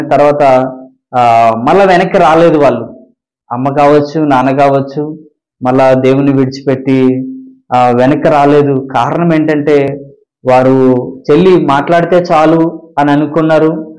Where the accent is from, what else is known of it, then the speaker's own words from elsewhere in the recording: Kontalam, Andhra Pradesh, India; మాది విశాఖ జిల్లాలో ఒక చిన్న కుగ్రామం, చిన్న గ్రామం. మా గ్రామం పేరు కొంతలం గ్రామం.